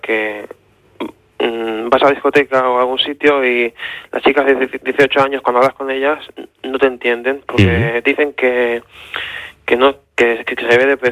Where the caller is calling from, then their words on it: Terrassa, Catalonia, Spain; yo vivo en Tarrasa, ¿no? Pero yo trabajo más en la capital.